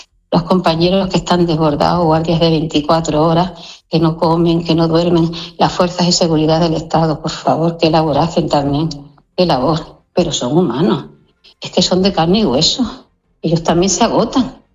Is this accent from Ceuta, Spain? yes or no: yes; Ceuta, Spain; Nosotros somos españoles. Tanto Ceuta como Melilla y independientemente de la creencia religiosa, nuestros vecinos, ¿no? ¿Qué digo yo? Nuestra población caballa, mayoritariamente es musulmana y cristiana